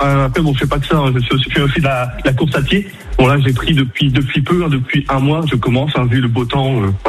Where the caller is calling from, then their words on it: Cattenières, Hauts-de-France, France; je t'appelle de Cattenières.